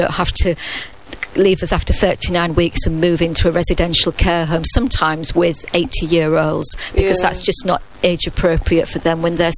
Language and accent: English; Hull, Yorkshire and the Humber, United Kingdom; now in Cheltenham, United Kingdom; I come from Hull and I've lived in Cheltenham for nearly 20 years, and I still have all my family in Hull